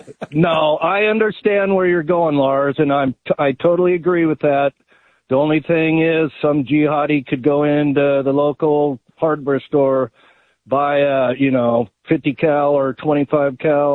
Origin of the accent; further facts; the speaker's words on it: Oregon, United States; I grew up in Central Oregon, a native of Oregon.